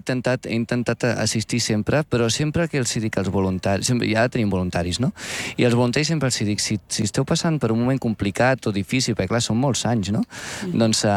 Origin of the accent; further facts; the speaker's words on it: Barcelona, Catalonia, Spain; Sí, jo sóc de Sant Andreu.